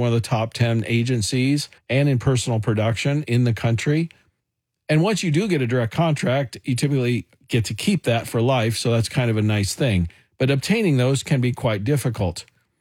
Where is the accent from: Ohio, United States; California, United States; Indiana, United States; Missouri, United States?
Missouri, United States; Kansas City; I'm born and raised in Kansas City, But I'd never gone to a Monday night football game.